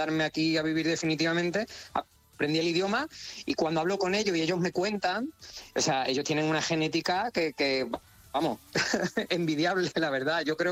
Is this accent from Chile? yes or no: no; Seville, Andalusia, Spain; yo soy sevillano, yo soy de Sevilla, y nosotros pues, tenemos mucho salero, guasa